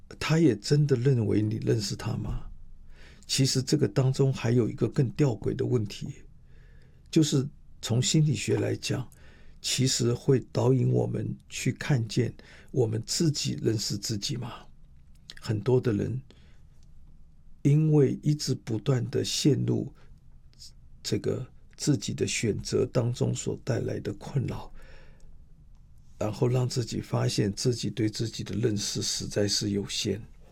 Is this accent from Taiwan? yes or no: yes; Taipei, Taiwan; moved away as an adult; also born or lived in Pingtung / Puli / Hengchun; 我常常说我是台北长大的小孩